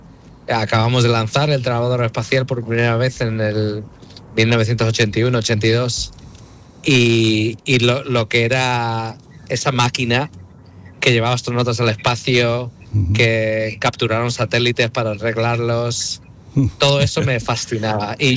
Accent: Spain; born there; moved away as an adult; also born or lived in Málaga / Madrid; creciendo en España parecía una cosa imposible.

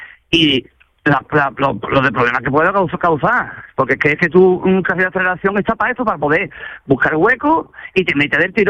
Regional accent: Jerez de la Frontera, Andalusia, Spain; Exacto. Yo soy de Jerez, claro.

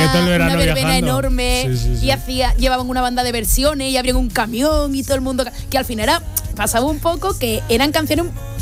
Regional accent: Andalusia, Spain; además que aquí somos distintos puntos de Andalucía, ¿lo de verbena se dice solamente en algunas partes de Andalucía? ¿Es más de Madrid? Porque yo en el pueblo siempre he escuchado las velas

